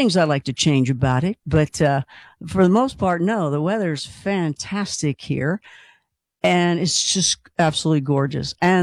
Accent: Kentucky, United States; born there; I was born in Kentucky, and when I lived in Philly in Rittenhouse Square

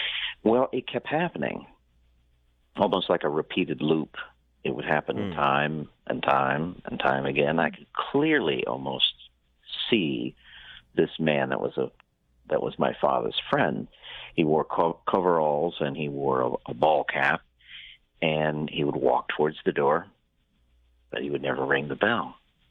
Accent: Ohio, United States; I am from South Central Ohio, and I did meet the ladies in 23

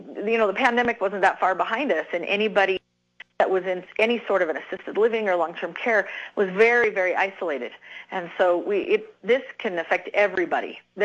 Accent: Idaho, United States; I am from Idaho, and so a lot of rural areas, so a lot of space between providers

